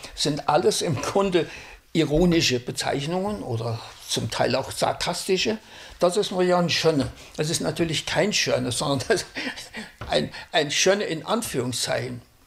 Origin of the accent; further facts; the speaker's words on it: Rhön, Germany; accent: Rhöner Platt; first language Rhön dialect (Rhöner Platt); German is a second language; ich habe ja erst in der Schule überhaupt Hochdeutsch gelernt. Bis zu meinem 6. Lebensjahr war Rhöner Platt meine Muttersprache. Ich konnte noch kein Wort Hochdeutsch in dieser Zeit. Und erst als ich dann in die Schule kam, habe ich Hochdeutsch gelernt.